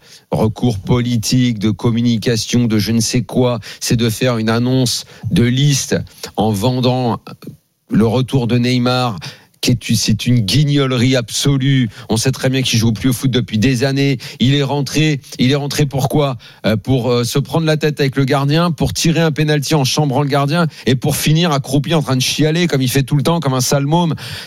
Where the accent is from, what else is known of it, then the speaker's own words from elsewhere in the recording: Brazil; moi, si bon, je suis brésilien